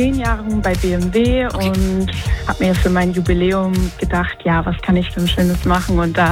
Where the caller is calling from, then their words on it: Munich, Bavaria, Germany; Ich bin aus Giesing.